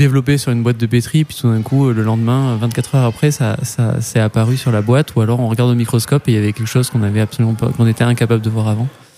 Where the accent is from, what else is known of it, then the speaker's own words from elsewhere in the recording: South-West France, France; moved away as an adult; now in Quimper, France; je viens du sud-ouest de la France, donc j'ai commencé mes études à Pau en prépa.